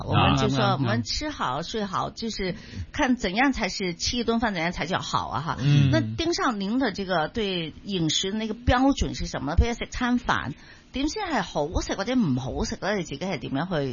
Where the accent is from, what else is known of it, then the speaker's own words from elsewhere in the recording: Chaozhou, Guangdong, China; 哎，我哋都系，